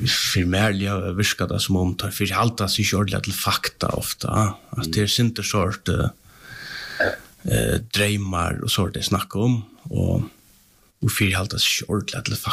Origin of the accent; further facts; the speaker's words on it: Faroe Islands; att det kan gå upp för dem att jag är föringar, jag är inte danskar.